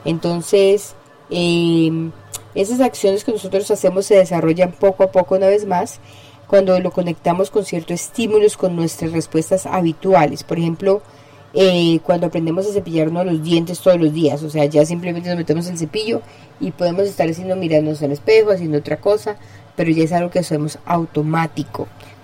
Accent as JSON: {"language": "Spanish", "country": "Colombia", "moved": "yes", "said": "mi tierra después de 19 años sin venir a visitarla"}